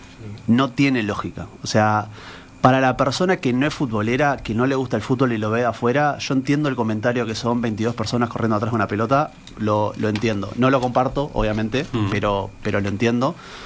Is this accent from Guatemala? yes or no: no; Uruguay; los uruguayos somos bastante más reservados cuando salimos para afuera